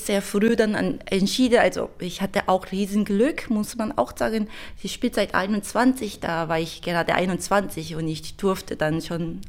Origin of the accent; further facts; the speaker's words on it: South Korea; German is a second language; moved away as an adult; now in Germany; Und ich komme aus Korea